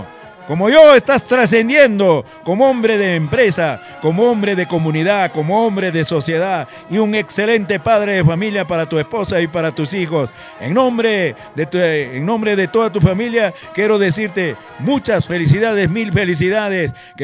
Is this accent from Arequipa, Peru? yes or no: no; Ancash, Peru